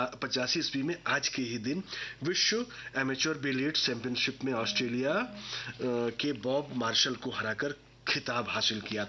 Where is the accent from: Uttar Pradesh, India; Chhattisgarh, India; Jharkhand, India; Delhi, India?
Jharkhand, India; मेरा जो है ना घर रचना वो संथाल परगना में है। वहां पे हमारे गांव में एक जगह है भगैया